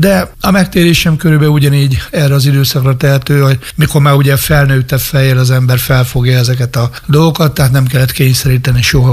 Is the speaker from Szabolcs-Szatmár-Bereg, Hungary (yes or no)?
yes; Nyíregyháza, Szabolcs-Szatmár-Bereg, Hungary; also born or lived in Kemecse; 69-es születésű vagyok, ugye Kemecsén születtem, de Nyíregyházán Sóstóhegyen nőttem föl.